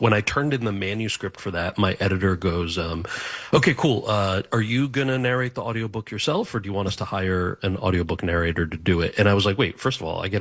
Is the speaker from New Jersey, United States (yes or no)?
yes; New Jersey, United States; I'm from New Jersey.